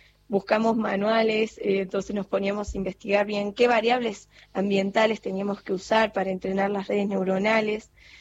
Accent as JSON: {"language": "Spanish", "region": "Córdoba", "country": "Argentina", "said": "porque como somos las 2 de Córdoba, vivimos muy de cerca lo que son los incendios forestales y lo que son las inundaciones"}